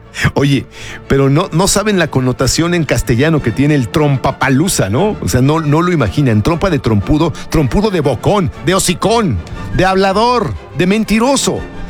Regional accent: Mexico; No somos estadounidenses, pero por supuesto que lo que pase en la economía y en la política de Estados Unidos le afecta a México.

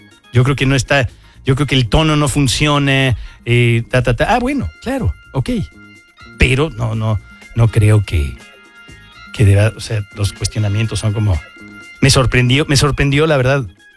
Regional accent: Mexico City, Mexico; born there; yo soy mexicano, nací en México, Distrito Federal

